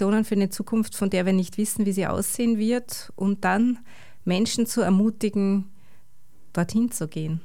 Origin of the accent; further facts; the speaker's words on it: Attersee, Vöcklabruck, Upper Austria, Austria; born there; also born or lived in Salzburg; ich bin irgendwie im weiteren Sinne aus dieser Region. Also ich komme gebürtig aus Salzburg und habe viel Zeit in meiner Kindheit und Jugend am Attersee verbracht, in Werreck. Von da komme ich heute auch.